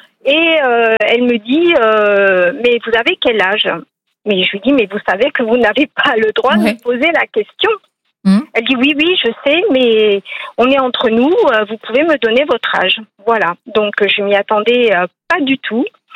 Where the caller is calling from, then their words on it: Perpignan, Occitanie, France; De Perpignan